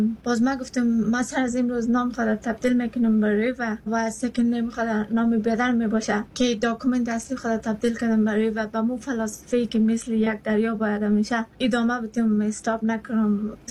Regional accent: Afghanistan; now in Australia; من از افغانستان هستم در کور کلان شدم

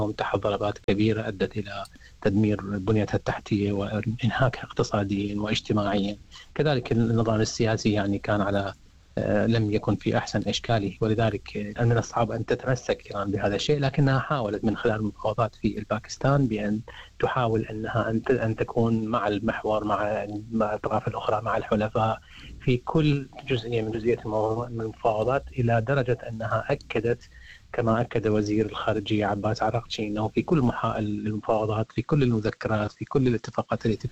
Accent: Iraq; now in Australia; أنا ألاحظ هذا الموضوع على المستوى الاجتماعي كجاليات يعني كعراقيين

